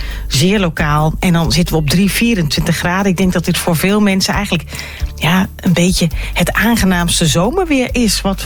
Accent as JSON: {"language": "Dutch", "country": "Netherlands", "said": "Ja, en wij als Nederlanders die zijn toch wel een beetje gewend om een beetje tussen de buien door te laveren."}